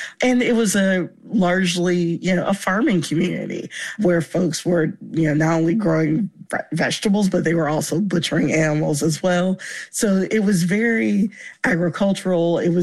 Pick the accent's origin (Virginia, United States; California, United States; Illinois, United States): Virginia, United States; I grew up in Virginia.